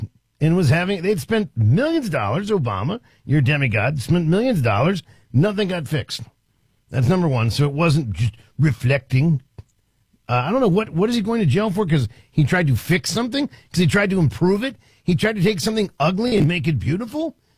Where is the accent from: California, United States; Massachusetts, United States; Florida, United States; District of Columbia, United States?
District of Columbia, United States; Washington; I grew up in Washington, D.C.